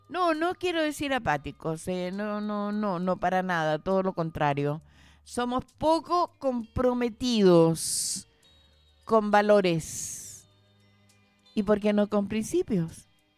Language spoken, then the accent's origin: Spanish; San Fernando, O'Higgins, Chile; also born or lived in Santa Cruz; yo nací en Santa Cruz y fui criada en San Fernando desde los 5 años